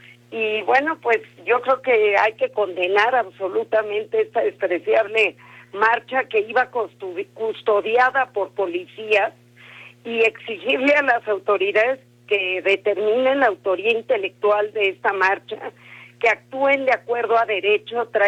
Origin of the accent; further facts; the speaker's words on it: Mexico; somos tercera y cuarta generación en México